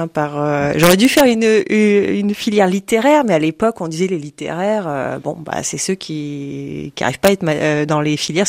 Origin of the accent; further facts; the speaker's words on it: Grand Est, France; moved away; je reçois un coup de fil chez moi en Alsace